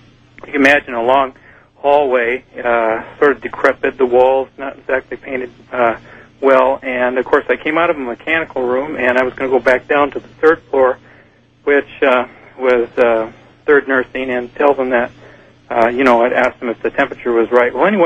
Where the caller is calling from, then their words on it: Santa Barbara, California, United States; I'm in Santa Barbara.